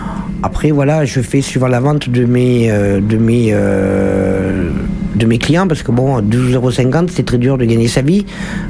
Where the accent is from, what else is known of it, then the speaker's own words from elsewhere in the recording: Ribérac, Nouvelle-Aquitaine, France; also born or lived in Tocane-Saint-Apre; now in Périgueux, France; Non, je suis originaire de Ribérac et puis j'avais envie de voir autre chose. J'ai fait 10 ans à Ribérac, 10 ans à Tocane et 18 ans à Périgueux.